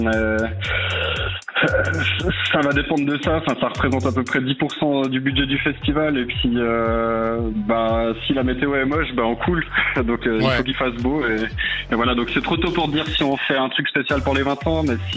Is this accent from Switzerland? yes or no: yes; Fribourg, Switzerland; now in La Tour-de-Trême, Switzerland; je suis un broyard de base, je viens de Fou